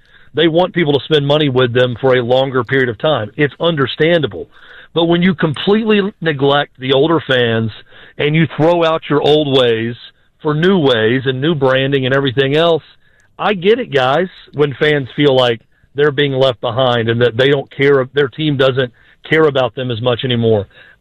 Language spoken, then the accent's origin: English; Nashville, Tennessee, United States; I grew up in Nashville. I was a 49ers fan as a kid because that's who I saw on TV all the time, and they won.